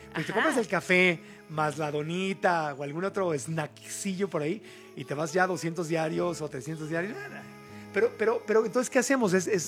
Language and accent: Spanish; Mexico; born there; Nací en México, soy mexicano obviamente, pero también tengo el pasaporte de Estados Unidos.